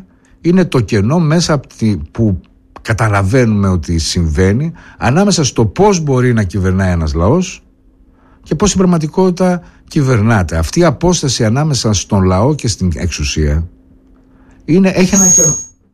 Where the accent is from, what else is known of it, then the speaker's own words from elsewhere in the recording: Thessaloniki, Central Macedonia, Greece; accent: Attic dialect; Έτυχε να είμαι Θεσσαλονικιός που είχα Αττική διάλεκτο και μου λέγανε: πού είσαι από Θεσσαλονίκη? Αποκλείεται να είσαι από Θεσσαλονίκη, δεν έχεις το λό, δεν το χαλαρώ.